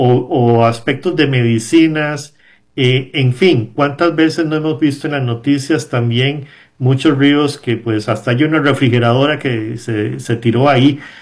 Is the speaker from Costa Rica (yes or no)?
yes; Costa Rica; Y nosotros como costarricenses debemos de sentirnos orgullosos de tener este gran país